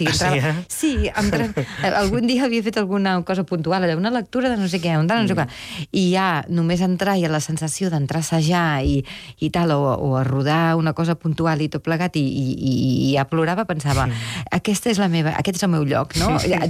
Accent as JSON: {"language": "Catalan", "region": "Catalonia", "country": "Spain", "said": "A veure, el primer que vaig fer van ser els Pastorets, com a bona catalana."}